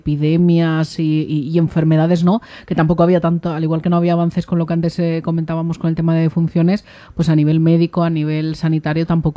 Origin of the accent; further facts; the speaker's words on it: Crevillente, Valencian Community, Spain; soy de Crevillente